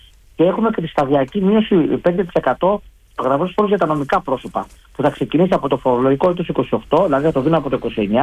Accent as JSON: {"language": "Greek", "town": "Kymi", "region": "Central Greece", "country": "Greece", "said": "κατάγομαι και εγώ από την Κύμη, από την Εύβοια, από ένα χωριό το Βίταλο"}